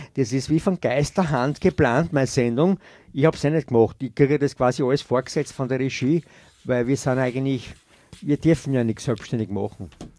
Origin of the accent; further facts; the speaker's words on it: Austria; was wir als Österreicher nicht haben.